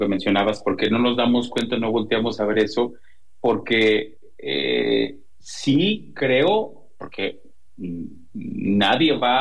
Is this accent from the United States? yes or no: no; Mexico; yo soy de México.